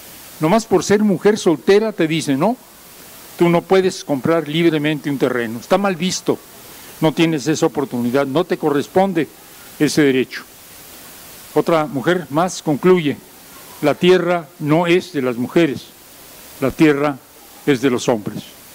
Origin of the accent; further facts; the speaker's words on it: Mexico City, Mexico; Somos vecinos, yo soy chilango, vivo en la Ciudad de México.